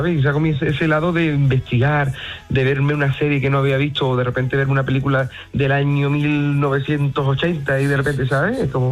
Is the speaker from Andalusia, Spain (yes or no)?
yes; Málaga, Andalusia, Spain; En Málaga, que ha venido a mi pueblo, no lo conozco